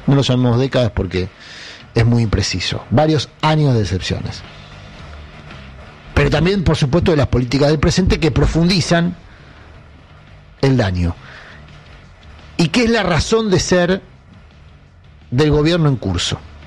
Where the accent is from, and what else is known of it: Argentina